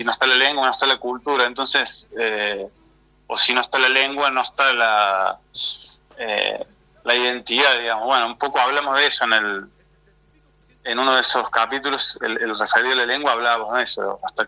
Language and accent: Spanish; Córdoba, Argentina; accent: Cordoban; nuestras palabras, nuestra tonada como cordobeses, sobre bueno, las lenguas supuestamente perdidas.